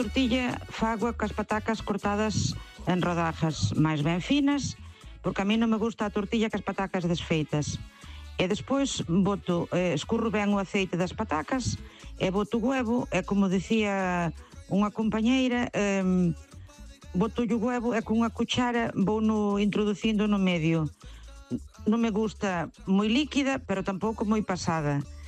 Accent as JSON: {"language": "Galician", "town": "Laracha", "region": "Galicia", "country": "Spain"}